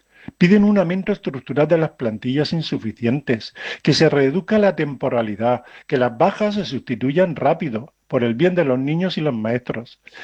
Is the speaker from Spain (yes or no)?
yes; Cox, Valencian Community, Spain; en Cos, mi pueblo